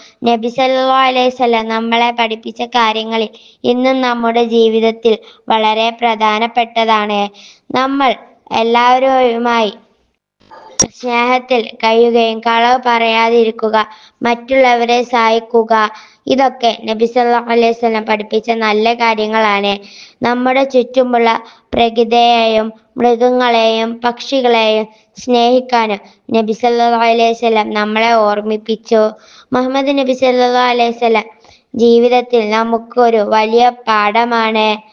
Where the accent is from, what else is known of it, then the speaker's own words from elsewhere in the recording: Vengara, Kerala, India; ഞാൻ മലപ്പുറം ജില്ലയിലെ വേങ്ങര സ്വദേശി.